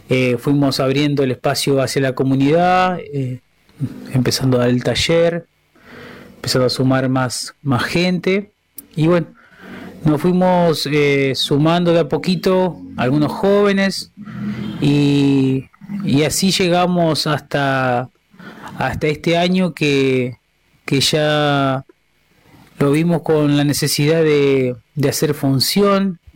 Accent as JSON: {"language": "Spanish", "town": "Santa Elena", "region": "Entre Ríos", "country": "Argentina", "said": "de Santa Elena, Entre Ríos."}